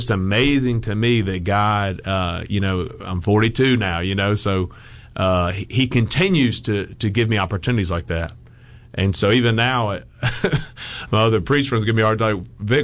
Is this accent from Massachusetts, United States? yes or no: no; Montgomery, Alabama, United States; moved away; I grew up in Montgomery, Alabama, the token Catholic kid in a more Protestant world.